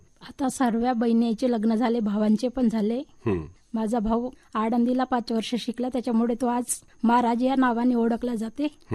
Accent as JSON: {"language": "Marathi", "town": "Nagpur", "region": "Maharashtra", "country": "India", "tie": "born there", "also_born_or_lived": "Umred", "said": "1 ते 4 वर्ग आता हॉस्टेलला शिकली अपंग बालविकास गृह नागपूर आणि मग नंतर 5वीपासून मी उमरेडच्या शाळेमध्ये शिकली 5 ते 8."}